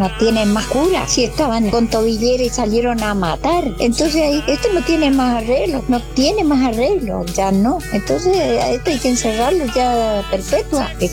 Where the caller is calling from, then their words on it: Argentina; de Ney 361 del Barrio Sur.